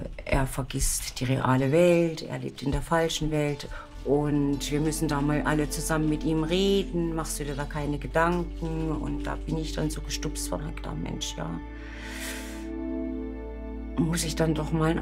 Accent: Gotha, Thuringia, Germany; Ich bin aus Gotha bei Erfurt. Da komme ich her

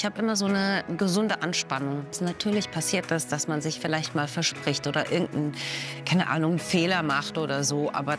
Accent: Marburg-Biedenkopf district, Hesse, Germany; also born or lived in Dillenburg; Also geboren bin ich in Dillenburg, also in Mittelhessen. Aufgewachsen bin ich aber im Kreis Marburg-Biedenkopf. Das mittelhessische Hinterland ist meine Heimat.

